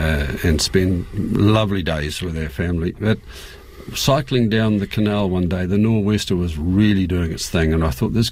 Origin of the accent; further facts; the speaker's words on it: Roxburgh, Otago, New Zealand; when I was brought up in Roxburgh, I had the old man range. That was my environmental area.